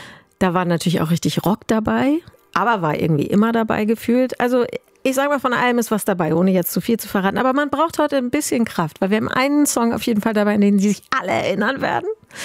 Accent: Schleswig-Holstein, Germany; Also ich bin ja in Schleswig-Holstein aufgewachsen. NDR 2 war natürlich unsere Musiksendung abends ab 19 Uhr.

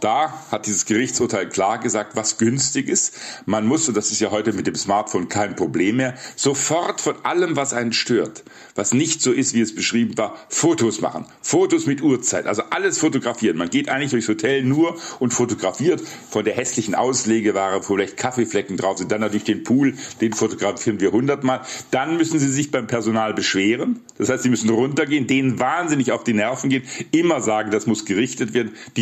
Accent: Swabia, Germany; Ich komme ja aus Schwaben, wie Sie wissen.

